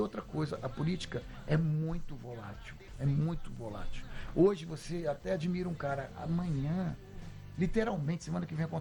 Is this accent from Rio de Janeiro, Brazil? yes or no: yes; Rio de Janeiro, Brazil; Eu sou carioca, eu sou carioca.